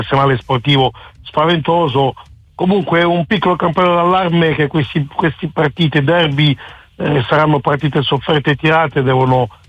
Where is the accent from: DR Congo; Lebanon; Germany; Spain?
DR Congo; la Repubblica Democratica del Congo, dunque la squadra del mio paese, che dopo 52 anni torna a disputare un mondiale.